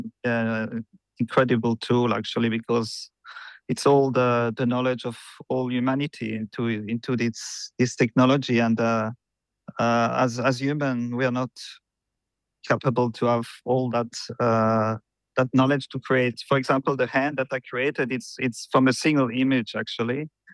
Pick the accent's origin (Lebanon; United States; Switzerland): Switzerland; moved away; I come from Switzerland originally.